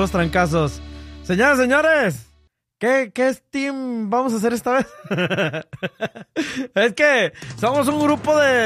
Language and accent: Spanish; León, Guanajuato, Mexico; Pero es de mi tierra, de allá de León, Guanajuato.